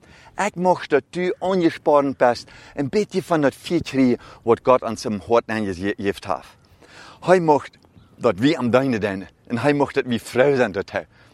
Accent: Germany; accent: Low German; Ich rede gute Plattdeutsch.

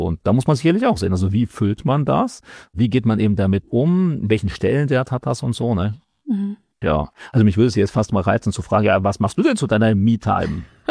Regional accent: Germany

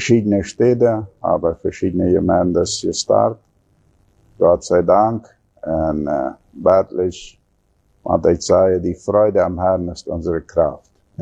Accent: Boquerón, Paraguay; moved away as an adult; also born or lived in Menno Colony, Paraguay; now in Asunción, Paraguay; ich komme aus dem Chaco, aus Familie, ja. Als ich in Männer geboren, nach 2 Jahren trage meine Eltern mal in Fernheim, also in Fernheim abgewachsen.

